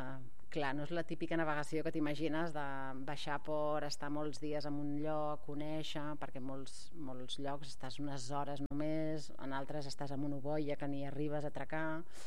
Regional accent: El Masnou, Catalonia, Spain; born there; Jo vaig néixer aquí a Masnou i des de casa amb uns pares es veu el mar quasi des de cada racó del pis.

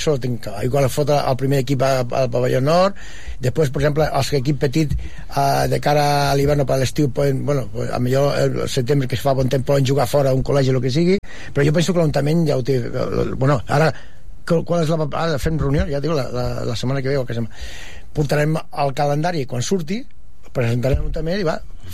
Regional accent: Terrassa, Catalonia, Spain; Aunque soc fill de Terrassa, però ja estic més

